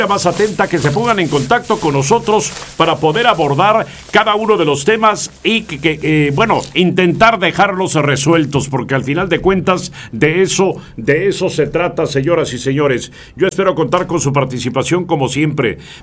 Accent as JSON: {"language": "Spanish", "town": "Cintalapa de Figueroa", "region": "Chiapas", "country": "Mexico", "tie": "born or raised there", "said": "en la entonces XEIN, La Voz del Valle, en mi tierra natal, Cintalapa de Figueroa"}